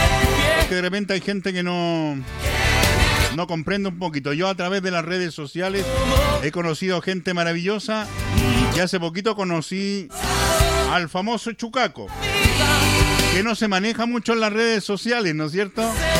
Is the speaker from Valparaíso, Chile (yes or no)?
yes; Casablanca, Valparaíso, Chile; yo soy de Casablanca, yo no soy de Rengo. Yo soy de Casablanca, quinta región.